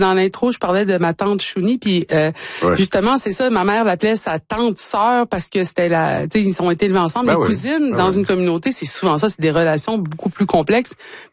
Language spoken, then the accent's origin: French; Ekuanitshit, Quebec, Canada; même si, tu sais, vous autres, vous êtes Macheteyat, puis moi, je suis de Iguantit.